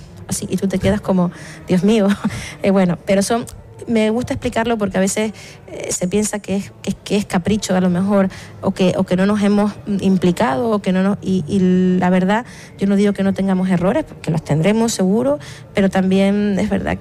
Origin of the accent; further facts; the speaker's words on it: Canary Islands, Spain; identidad como canario